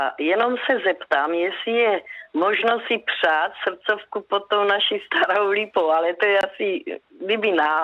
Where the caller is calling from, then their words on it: Velké Němčice, South Moravian Region, Czechia; Z Velkých Němčic